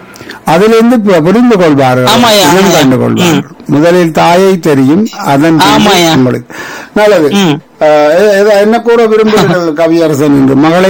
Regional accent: Sri Lanka; moved away as an adult; now in Canada; ஈழத்தமிழ் தாய் பெற்ற தமிழ் மகன், ஈழத்தமிழ் தாய் ஊட்டிய பால் குடித்தவன், ஈழத்தமிழ் மண்ணிலே ஓடி திரிந்தவன், தமிழை சுவாசிப்பவன், தமிழை வாசிப்பவன், தமிழை நேசிப்பவன், தமிழ் ஆசிரியனாக பேராசிரியராக இருந்திருக்கின்றேன் இலங்கையிலே.

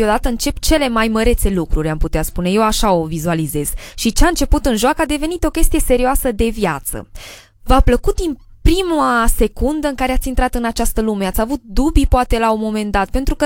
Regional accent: Transylvania, Romania; ne reprezintă pe noi ca și români și mai ales ca și ardeleni, pentru că suntem dintr-o zonă binecuvântată din Ardeal

